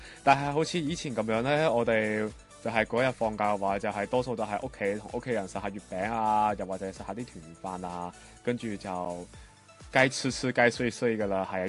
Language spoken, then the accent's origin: Cantonese; Macau